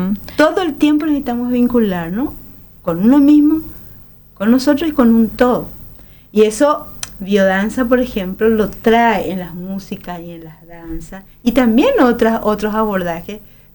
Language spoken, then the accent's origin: Spanish; Paraguay; el fútbol fue un proyecto común para nosotros como paraguayos y paraguayas